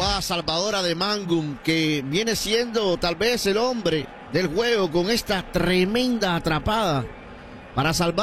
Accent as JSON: {"language": "Spanish", "country": "Cuba", "said": "Mi esposo es mexicano y yo soy cubana y estábamos en el auto escuchándolos."}